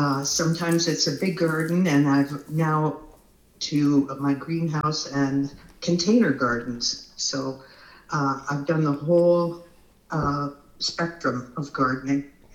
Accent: Pennsylvania, United States; moved away as an adult; now in Montana, United States; I was about 10, and I grew up in Pennsylvania

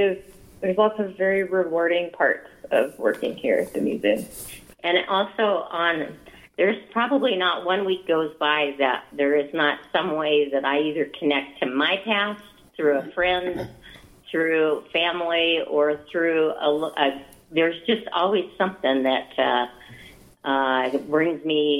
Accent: Bozeman, Montana, United States; I grew up in Bozeman and went to MSU, majored in history with a minor in museum studies.

